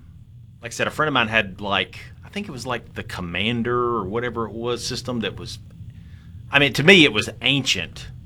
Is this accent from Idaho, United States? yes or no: no; Mississippi, United States; we're from Mississippi